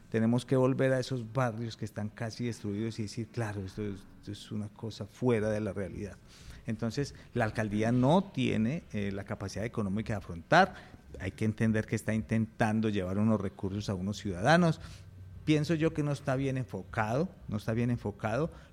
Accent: Pereira, Risaralda, Colombia

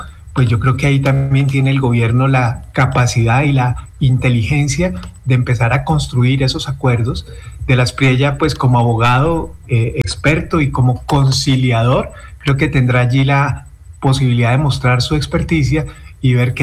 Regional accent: Colombia; nos podrían unir como colombianos

